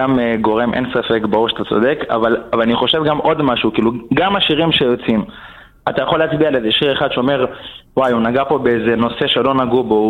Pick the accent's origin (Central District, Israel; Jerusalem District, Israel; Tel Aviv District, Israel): Tel Aviv District, Israel; Bnei Brak